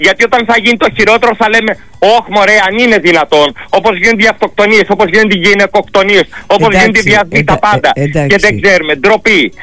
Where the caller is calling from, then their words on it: Patras, Western Greece, Greece; εγώ που είμαι πατρινός και πληρώνω τους φόρους